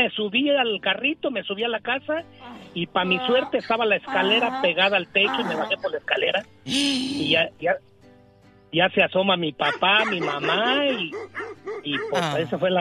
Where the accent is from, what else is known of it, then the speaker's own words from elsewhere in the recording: Silao, Guanajuato, Mexico; moved away; Mira, diva, yo soy de la aldea Guanajuato, municipio de Silao.